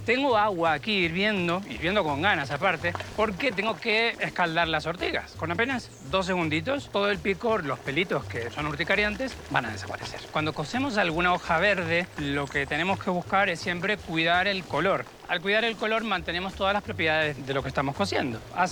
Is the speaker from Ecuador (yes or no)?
no; Argentina; este plato es una mezcla del Valle de Roncal con algunas cosas de mi tierra, de Argentina.